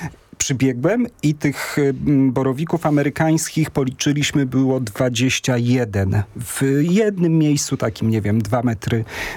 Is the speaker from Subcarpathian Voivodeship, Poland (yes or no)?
no; Masovian Voivodeship, Poland; to jest bliżej moich rodzinnych stron, bo to są okolice Przasnysza, czyli północne Mazowsze.